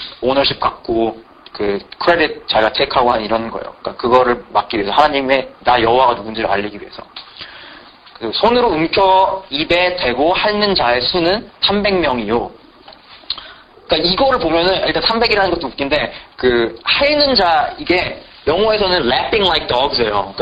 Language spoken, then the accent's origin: Korean; Seoul, South Korea; now in United States; 저의 고향, 그러니까 그들의 고향과 저의 고향은 이제 서울이에요.